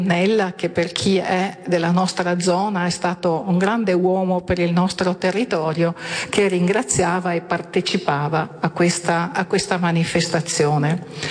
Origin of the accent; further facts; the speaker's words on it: Mazzurega, Veneto, Italy; ambedue le nostre origini sono della Valpolicella. Io di Mazzurega, mio papà è nato a Mazzurega, per cui vicino a Fumane. Sui documenti ufficiali c'è scritto nato a Sant'Ambrogio, però comunque è Mazzurega